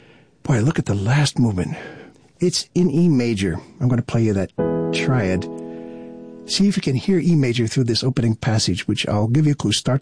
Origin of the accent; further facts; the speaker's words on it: Pittsburgh, Pennsylvania, United States; born there; when I was a kid playing trombone in Pittsburgh